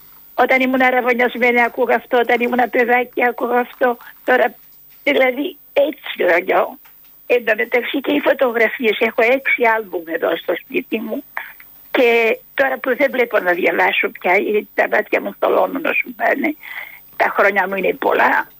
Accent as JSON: {"language": "Greek", "town": "Chalcedon", "region": "Istanbul", "country": "Turkey", "moved": "as an adult", "said": "Εγώ είμαι από τη Χαλκιδόνα και κάθισα παντρεμένη στα Τατάβλα."}